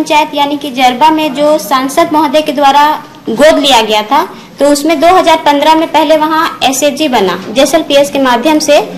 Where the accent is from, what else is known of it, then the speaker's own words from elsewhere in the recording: Jarba, Jharkhand, India; और मेरा समूह का नाम है गौरी महिला समूह, उसमें मैं पुस्तक संचालक हूँ और हमारे गाँव का नाम है जरबा।